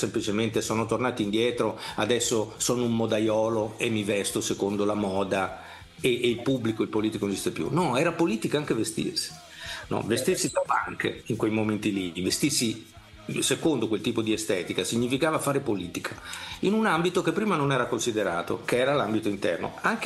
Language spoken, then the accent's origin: Italian; Emilia-Romagna, Italy; Beh, noi avevamo due poli, no, dalle nostre parti, uno era Bologna, il polo invernale, e l'altro il polo estivo che era Rimini e tutta quella parte di Romagna.